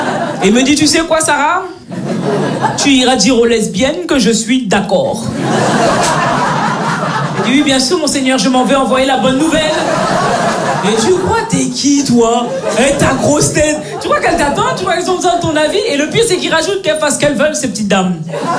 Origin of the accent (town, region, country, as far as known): Belgium; born or raised there